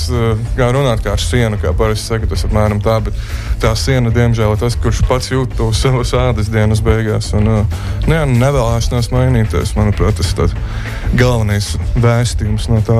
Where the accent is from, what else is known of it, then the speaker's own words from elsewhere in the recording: Madona, Vidzeme, Latvia; jā, mēs no Madonas.